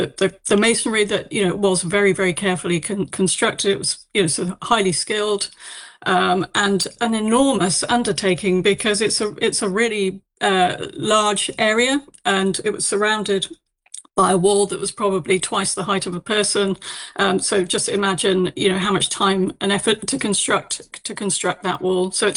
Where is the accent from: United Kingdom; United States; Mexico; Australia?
United Kingdom; East Midlands; I grew up in Northamptonshire, so it's a really special place for me.